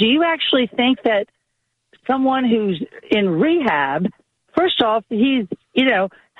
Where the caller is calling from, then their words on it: Baltimore, Maryland, United States; I'm calling from Ravens Nation in Baltimore.